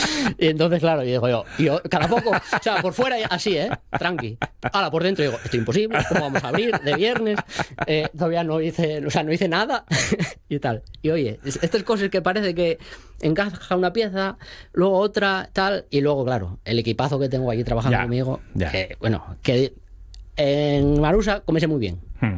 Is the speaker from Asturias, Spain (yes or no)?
yes; Asturias, Spain; Soy de La Nueva, iba a hacer un restaurante allí. Mi familia, parte de mi familia allí es de La Nueva. Y mi abuela vivía allí